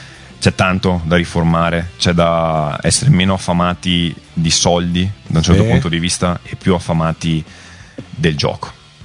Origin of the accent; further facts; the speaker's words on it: Cittadella, Veneto, Italy; E io stesso vengo da Cittadella, un paesino appunto dell'Alta Padovana